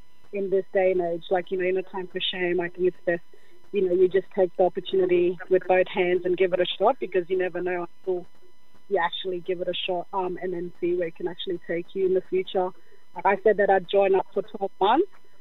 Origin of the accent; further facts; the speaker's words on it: Cairns, Queensland, Australia; I'm a proud Samu and Panai woman from Mabiyog. So I was born and raised in Cairns.